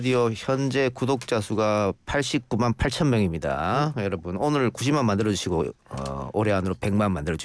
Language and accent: Korean; Andong, North Gyeongsang, South Korea; 제가 옛날에 한 20여 년에 대학교 처음 갔을 때 고향이 어디냐 그래서 안동이라 그러니까 거기 군 아니야